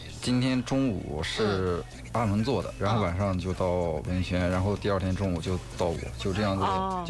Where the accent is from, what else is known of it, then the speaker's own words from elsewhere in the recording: Ürümqi, Xinjiang, China; also born or lived in Gansu; 但是从小在乌鲁木齐长大的